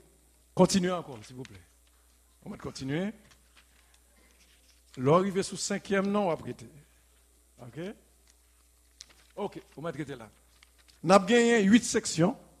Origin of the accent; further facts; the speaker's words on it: Haiti; en tant que haïtien